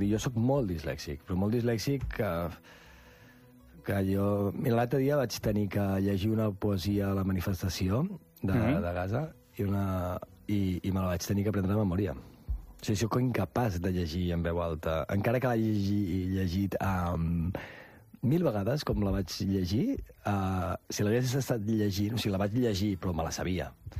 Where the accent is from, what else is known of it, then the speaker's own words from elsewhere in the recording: Verges, Catalonia, Spain; Jo sóc fill de Verges.